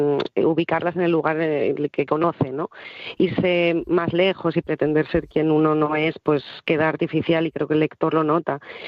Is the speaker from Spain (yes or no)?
yes; Rodiezmo, Castile and León, Spain; Rodiezmo es mi pueblo, el pueblo donde yo crecí